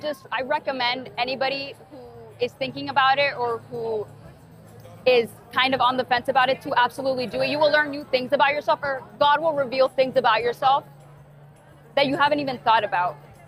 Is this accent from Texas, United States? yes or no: yes; Texas, United States; I'm 21 years old. I'm from United States, specifically Texas. And this is my first time at the Medigore Festival.